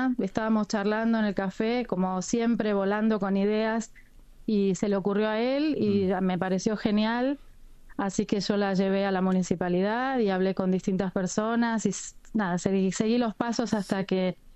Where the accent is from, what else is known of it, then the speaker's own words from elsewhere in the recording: Buenos Aires, Argentina; now in United States; Soy de Congreso, Buenos Aires.